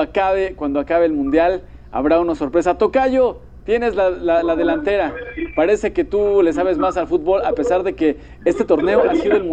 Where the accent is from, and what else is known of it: Mexico